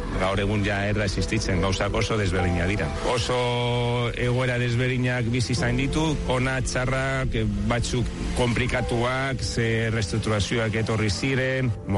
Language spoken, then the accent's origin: Basque; Barakaldo, Basque Country, Spain; now in Larrabetxu, Spain; Barakaldokoa naiz, azken urteetan Larrabetxun bizi naiz.